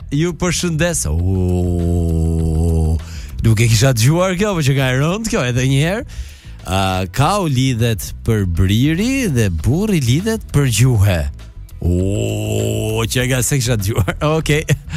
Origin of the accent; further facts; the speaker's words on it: Burrel, Dibër County, Albania; unë jam i lindur dhe rritur në Burrel dhe jam me origjinë nga Devolli.